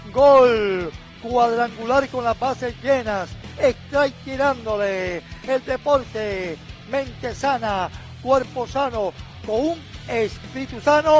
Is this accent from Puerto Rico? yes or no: yes; Puerto Rico